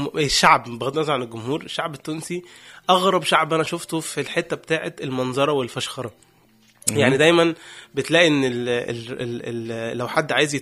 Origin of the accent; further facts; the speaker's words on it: Egypt; وهيضحك برضه لان في الاخر انا مصري